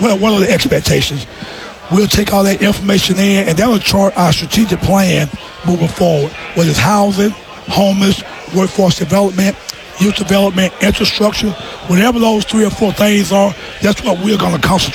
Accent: Greenwood, South Carolina, United States; Born and raised in Greenwood, South Carolina.

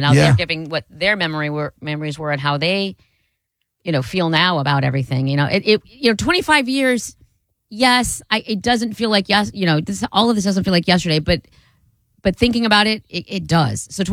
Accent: United States; Like as an American, and that was the president. I was there.

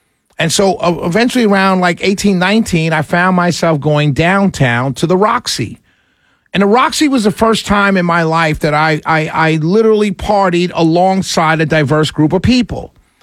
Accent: New York, United States; And I'll give you a secret. Growing up in New York, the gay guys hung out with the finest women.

